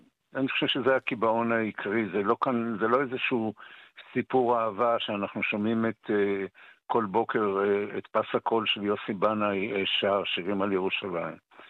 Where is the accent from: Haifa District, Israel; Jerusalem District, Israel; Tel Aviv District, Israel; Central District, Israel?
Jerusalem District, Israel; Jerusalem; אני גדלתי בשכונת רחביה בירושלים.